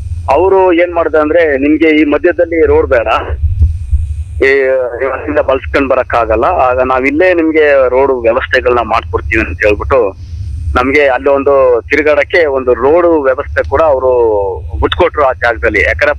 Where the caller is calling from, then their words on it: Kebbepura, Karnataka, India; ಕೆಬ್ಬೆಪುರ ಆಡಿ ಸರ್, ನಿಮ್ಮ ಕೆರೆ ಪಂಚಾಯತಿ.